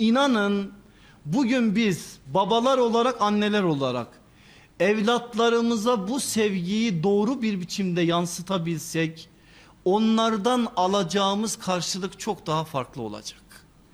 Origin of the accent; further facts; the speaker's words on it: Erzurum, Turkey; mesela ben Erzurumluyum biliyorsunuz, bizde biraz daha fazladır o.